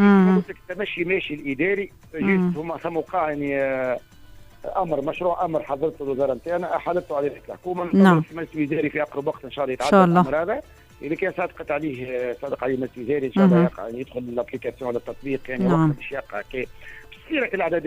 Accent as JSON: {"language": "Arabic", "country": "Tunisia", "said": "انا مواطن تونسي"}